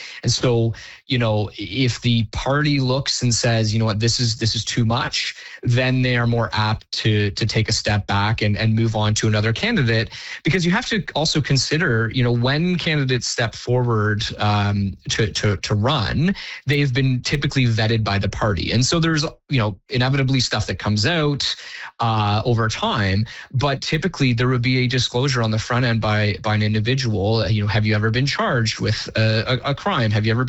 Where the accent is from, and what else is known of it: Innisfil, Ontario, Canada; born or raised there